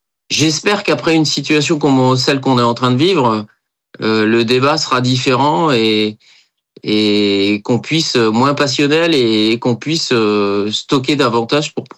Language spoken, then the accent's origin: French; Nantes, Pays de la Loire, France; Et effectivement, moi le premier, je suis nantais, maraîcher nantais.